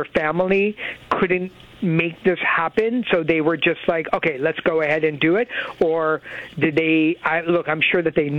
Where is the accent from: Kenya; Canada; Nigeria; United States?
Canada; Yeah, and of course, you know, being Canadian, we have to start arguing about whether or not if there's enough Canadian content on there.